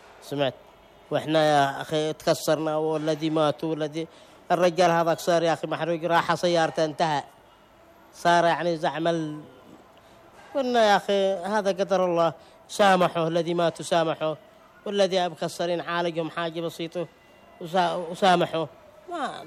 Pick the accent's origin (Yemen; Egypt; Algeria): Yemen; نحن شعب يمني واحد